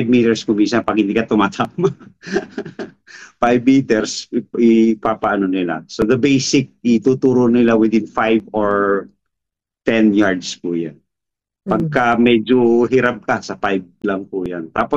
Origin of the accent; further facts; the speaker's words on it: Central Luzon, Philippines; First year high school ako nung mag-start na ako sa ngayon Tarlac State University dito sa probinsya namin sa Tarlac.